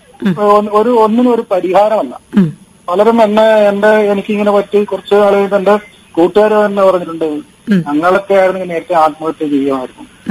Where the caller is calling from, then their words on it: Kasaragod, Kerala, India; Kasaragod.